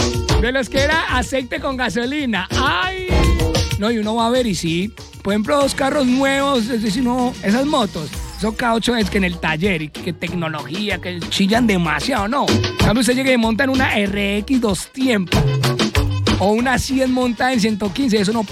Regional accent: Itagüí, Antioquia, Colombia; Yo extraño tanto mi municipio. Yo soy nacido, criado en Itagüí.

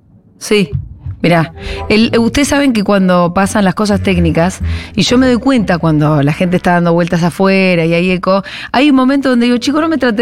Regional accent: Bariloche, Río Negro, Argentina; born there; moved away as an adult; now in Buenos Aires, Argentina; yo nací en Bariloche.

